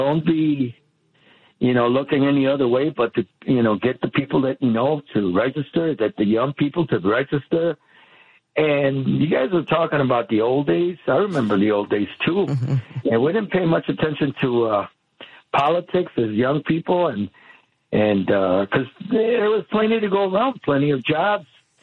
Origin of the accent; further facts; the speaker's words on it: United States; I grew up on 18th in California.